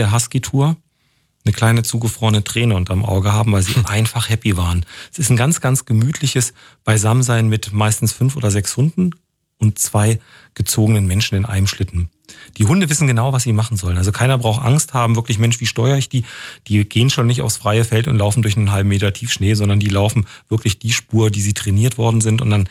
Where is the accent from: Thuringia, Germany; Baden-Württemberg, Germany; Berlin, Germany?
Thuringia, Germany